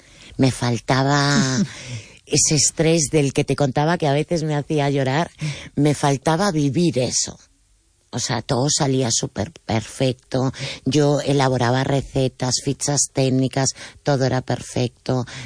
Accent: Moaña, Galicia, Spain; moved away as an adult; also born or lived in Lima, Peru; volví a España, bueno, volví a mi tierra, volví a Galicia, volví a Moaña y volví mayor.

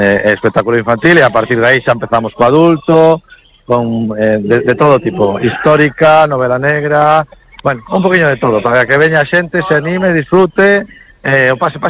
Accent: Bañobre, Galicia, Spain; E non concello, sino mini concello, se digo polo meu pueblo, ¿no? Bañobre, quer dicir, non somos nin concello, temos unha verbena, ¿no?

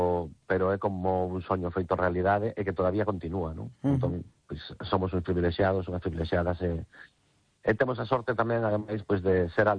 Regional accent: Galicia, Spain; Entendía que seríamos vascos, pero nada máis, non. Somos galegos 100%.

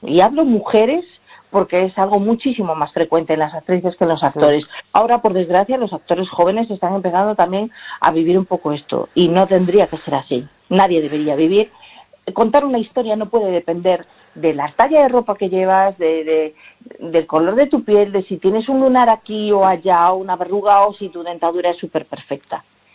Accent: Galicia, Spain; crié aquí, nací aquí, toda mi vida la he hecho aquí, ¿no? Y entonces, pues en ese sentido es como me siento muy gallega.

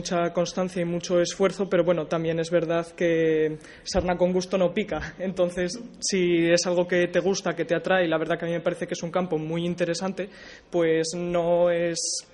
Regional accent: Castropol, Asturias, Spain; moved away as an adult; also born or lived in Oviedo; now in Ferrol, Spain; Estaba viviendo en Oviedo, pero soy de Castropol.

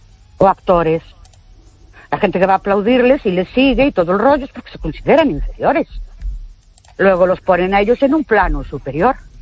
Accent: Ourense, Galicia, Spain; Buenas noches … de Ourense

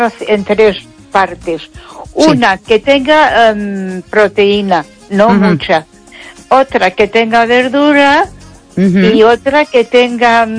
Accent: Catalonia, Spain; first language Catalan; Spanish is a second language; Porque tú ya sabes que yo soy catalana.

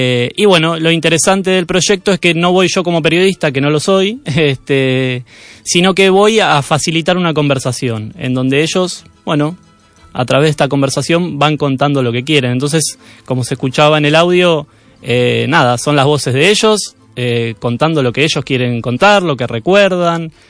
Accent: Argentina; moved away as an adult; now in Galicia, Spain; Yo trabajé en radio 20 años en Argentina. Bueno, se habrán dado cuenta que soy argentino.

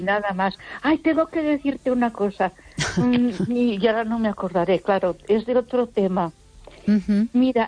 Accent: Barcelona, Catalonia, Spain; first language Catalan; Spanish is a second language; now in Ponferrada, Spain; Yo me crié en la Avenida Gaudí, que está muy cerquita de la Sagrada Familia.

